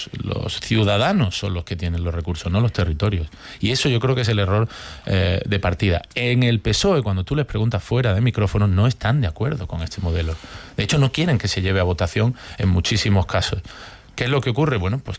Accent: Andalusia, Spain; por mi tierra, por Andalucía

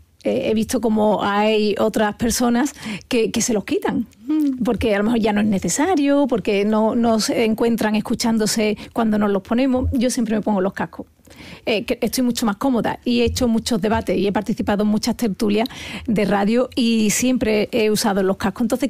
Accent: Andalusia, Spain; como andaluza que soy.

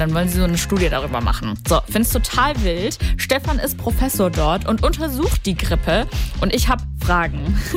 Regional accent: Stuttgart, Baden-Württemberg, Germany; Jetzt bin ich ja eine Stuttgarter Maus.

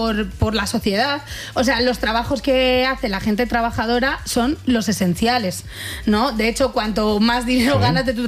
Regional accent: Fuenlabrada, Community of Madrid, Spain

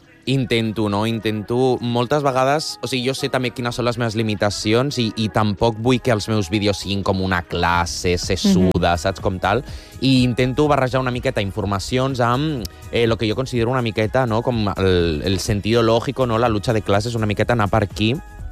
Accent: Barcelona, Catalonia, Spain; first language Spanish; Catalan is a second language; la gent que som de Barcelona, no, sembla que com que totes compartim que estimem molt la nostra ciutat i som molt de Barcelona, saps?

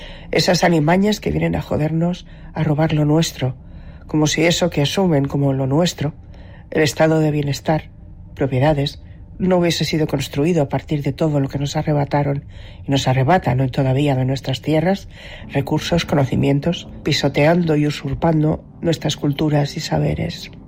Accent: Cuba; que los cubanos son unos putos, porque sí, soy cubano.

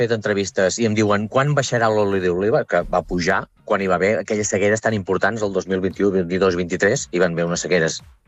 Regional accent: La Bisbal del Penedès, Catalonia, Spain; De la Bisbal del Penedès.

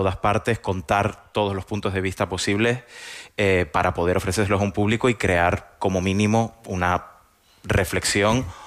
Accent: Tenerife, Canary Islands, Spain; siendo tinerfeño, defiendo mi tinerfeñismo

